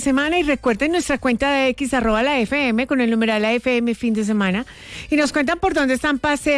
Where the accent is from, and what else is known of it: Risaralda, Colombia; moved away